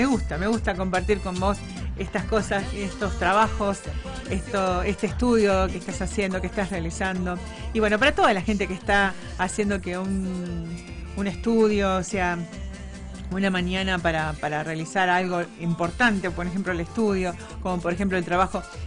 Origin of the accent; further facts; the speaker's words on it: Córdoba, Argentina